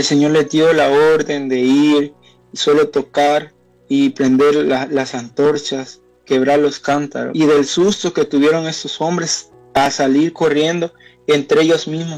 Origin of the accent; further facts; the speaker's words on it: El Salvador; soy un joven del Salvador, tengo 27 años